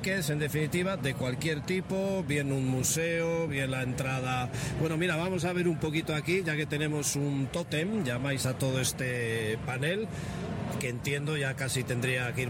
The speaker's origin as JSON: {"language": "Spanish", "town": "San Sebastián", "region": "Basque Country", "country": "Spain", "said": "casi allí como en San Sebastián, de donde soy yo, aguantamos ese siribiri mucho mejor"}